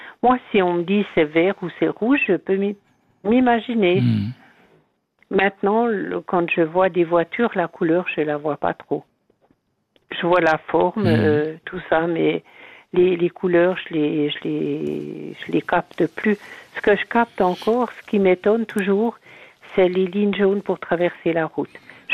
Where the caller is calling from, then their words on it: Biel/Bienne, Bern, Switzerland; mais en tout cas ici à Bienne, il y a quelque chose qui vibre.